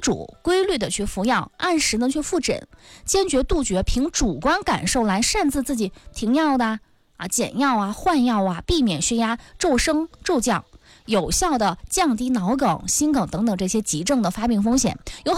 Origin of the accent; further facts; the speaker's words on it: Northeast China, China; 像我们东北人呢是比较爱吃炖白菜呀、炖酸菜的